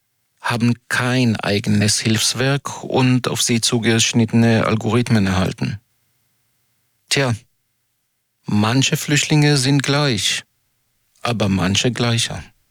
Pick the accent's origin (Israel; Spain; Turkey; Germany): Israel; moved away; Bei mir zum Beispiel ist meine Heimat Israel. Aber ich habe Israel definitiv freiwillig verlassen.